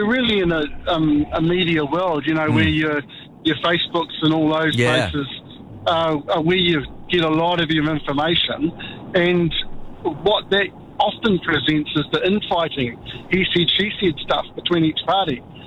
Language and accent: English; New Zealand; As a New Zealander, here I am.